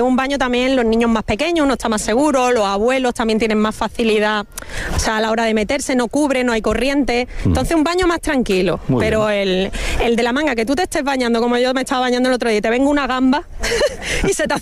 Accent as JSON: {"language": "Spanish", "region": "Melilla", "country": "Spain", "said": "Mi abuela era de la zona, aunque yo soy de Melilla"}